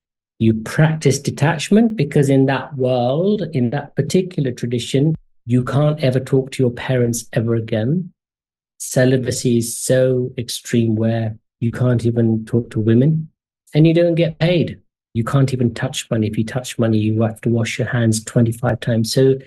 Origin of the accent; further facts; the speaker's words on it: London, United Kingdom; also born or lived in Kenya; So I was born in Kenya. My family moved to England after East Africa gained its independence. And I was raised most of my life in Northwest London, where my family, although now engrossed in work and British life, wanted to maintain a Hindu culture, an Indian culture.